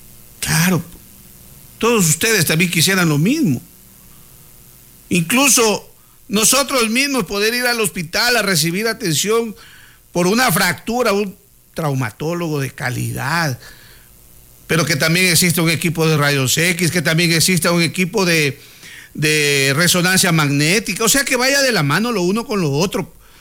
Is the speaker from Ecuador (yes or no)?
yes; Zaruma, El Oro, Ecuador; no me vean como alguien que no quiere el desarrollo de mi pueblo